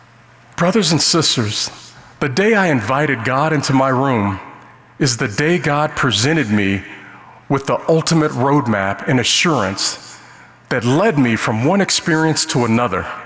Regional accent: Las Vegas, Nevada, United States; born or raised there

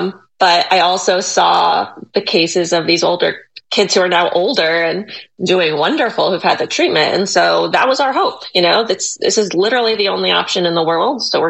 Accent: Phoenix, Arizona, United States; I'm from Phoenix, Arizona. I'm a mom of three girls

